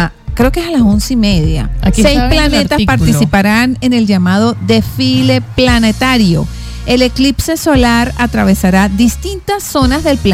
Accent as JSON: {"language": "Spanish", "country": "Venezuela", "said": "Porque nosotros como venezolanos somos así."}